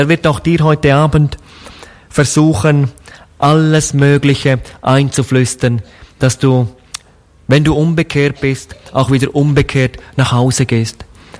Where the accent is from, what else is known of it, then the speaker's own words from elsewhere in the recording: Grisons, Switzerland; Da, wo ich herkomme aus der Schweiz, gibt es eine 284 Meter lange Eisenbahnbrücke, die über eine große Schlucht führt und somit zwei Dörfer, zwei Teile verbindet.